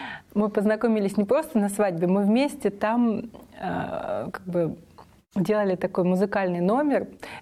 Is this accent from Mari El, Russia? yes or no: no; Voronezh, Voronezh Oblast, Russia; Я родилась и выросла в Воронеже. Это всего 100 километров от Липецка.